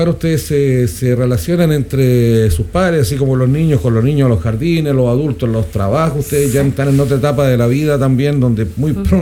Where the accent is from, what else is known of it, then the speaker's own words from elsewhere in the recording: San Carlos, Ñuble, Chile; yo soy oriundo de San Carlos.